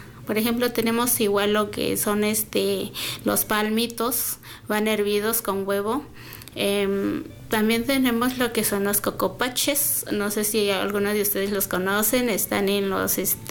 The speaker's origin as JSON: {"language": "Spanish", "area": "San Lucas Teteletitlán", "region": "Puebla", "country": "Mexico", "said": "Soy del municipio de Atezcal, mi localidad es San Lucas de Teletitlán."}